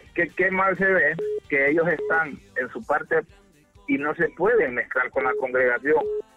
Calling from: Comayagüela, Francisco Morazán, Honduras; De aquí, de Comayagüela.

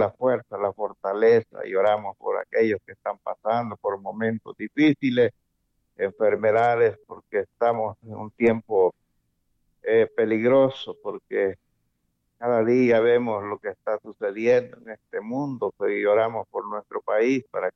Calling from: San Lorenzo, Valle, Honduras; De aquí, de San Lorenzo Valle.

